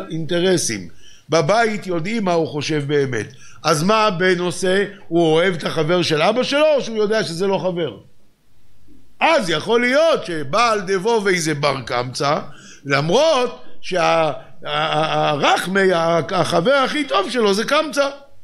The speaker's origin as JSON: {"language": "Hebrew", "town": "Bnei Brak", "region": "Tel Aviv District", "country": "Israel", "said": "אני בני ברקי"}